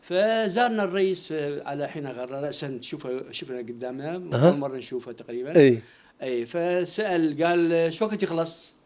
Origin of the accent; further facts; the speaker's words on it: Iraq; also born or lived in Jordan / Yemen; now in Tunisia; وخاصة الآن كعراقي ودائما في رحلة من مكان إلى مكان, دائما لازم ألقى الناس اللي أتفاعل معاه. أنا عشت في اليمن 10 سنوات بالضبط